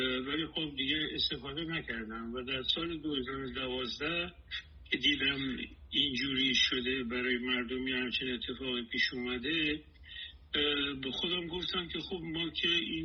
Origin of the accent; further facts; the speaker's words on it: northern Iran, Iran; moved away as an adult; now in Washington, United States; چون من خودم شمالی هستم